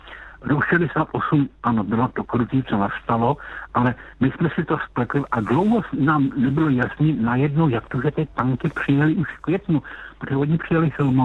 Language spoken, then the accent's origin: Czech; Lysá nad Labem, Central Bohemian Region, Czechia; Já jsem z Lise nad Labem. A kdo ví, tak kousek od Lise nad Labem je svou Milovice